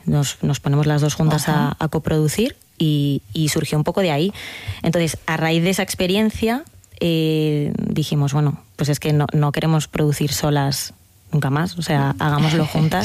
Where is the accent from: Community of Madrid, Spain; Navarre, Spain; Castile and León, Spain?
Community of Madrid, Spain; Madrid; Yo de Madrid.